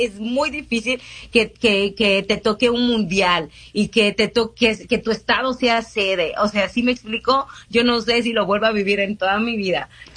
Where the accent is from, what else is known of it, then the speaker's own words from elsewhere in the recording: Mexico; Nosotros amamos a los colombianos y ustedes saben, nosotros como mexicanos amamos los colombianos